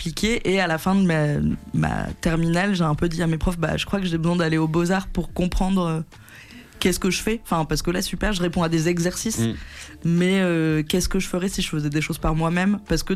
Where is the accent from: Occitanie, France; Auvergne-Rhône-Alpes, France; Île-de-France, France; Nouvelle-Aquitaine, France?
Auvergne-Rhône-Alpes, France; Brézins; also born or lived in Voiron; Non, moi, je suis née à Voiron, j'ai grandi. J'étais à l'école primaire de mon village à Brezin.